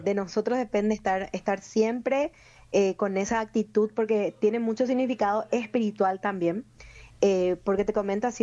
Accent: Paraguay; moved away as an adult; soy la única paraguaya en toda la premiación

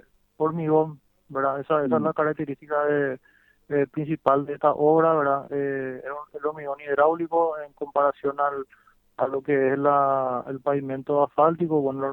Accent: Paraguay

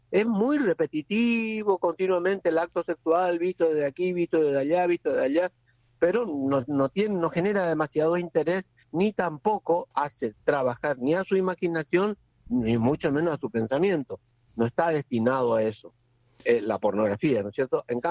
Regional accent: Corrientes, Argentina; now in Buenos Aires, Argentina; yo, que soy correntino, pero también vivo en Buenos Aires.

